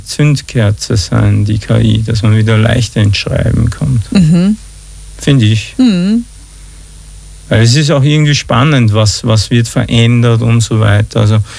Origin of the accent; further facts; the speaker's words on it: Austria; Und plötzlich sind wir Österreicher alle Sieger